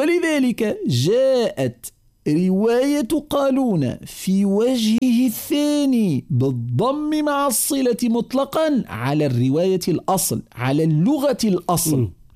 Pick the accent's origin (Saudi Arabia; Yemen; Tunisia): Tunisia; عندنا في تونس